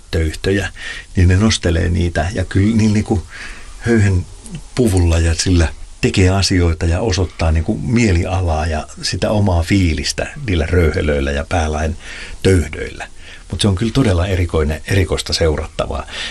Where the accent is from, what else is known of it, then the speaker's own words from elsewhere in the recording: Pori, Satakunta, Finland; Mä muistan 80-luvulla, niin kun mä olen Porista kotoisin, niin siellä oli vielä suokukkoja soittimia ja niitä pesi siellä rantaniityillä.